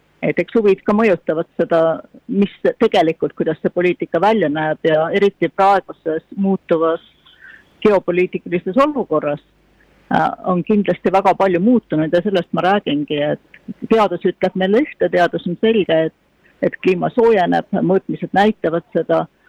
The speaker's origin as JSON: {"language": "Estonian", "region": "Saare County", "country": "Estonia", "tie": "born or raised there", "moved": "yes", "lives_now": "Cambridge, United Kingdom", "said": "No Saaremaa on kodusaar. Ma sündisin Saaremaal, kesed Saaremaad"}